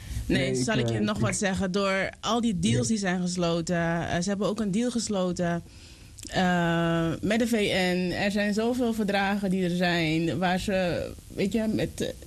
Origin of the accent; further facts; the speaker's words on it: Suriname; onze rechten, in oorspronkelijke rechten als Surinamers, die erkenning daarvan opnemen in de wet, waar blijft dat?